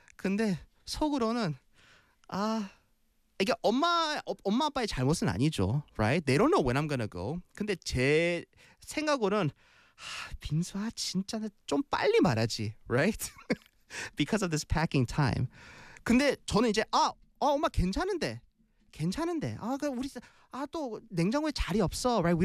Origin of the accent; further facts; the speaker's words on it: Busan, South Korea; 저는 고향이 부산이고 두 쪽 다 부산에 있거든요.